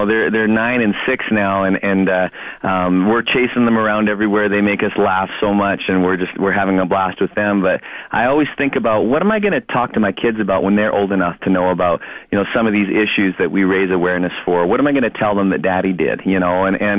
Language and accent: English; Canada; one of the amazing, not only responsibilities, but privileges we have of being Canadian. We get to live in a place where the things that we do can actually change the world.